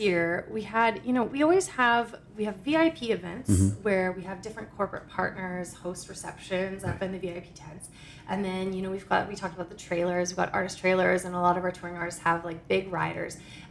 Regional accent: Saskatchewan, Canada; I'm from Saskatchewan, guys.

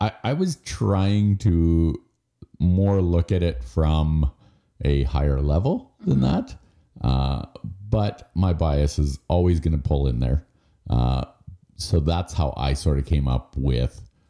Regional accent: Canada; being Canadian, it doesn't really mean anything to me.

